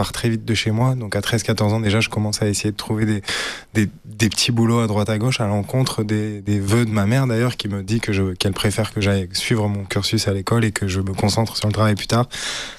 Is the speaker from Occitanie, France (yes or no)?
no; Auvergne-Rhône-Alpes, France; moved away; also born or lived in Australia; j'ai grandi dans la Drôme provençale, dans un terrain familial où il y avait le restaurant de mes cousins.